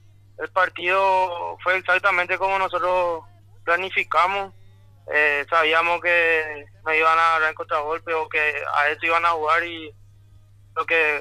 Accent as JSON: {"language": "Spanish", "town": "Ciudad del Este", "region": "Alto Paraná", "country": "Paraguay", "lives_now": "Guarambaré, Paraguay", "said": "No, yo soy de Ciudad del Este, pero prácticamente guarambareño, ya estoy hace años ya por Guarambaré."}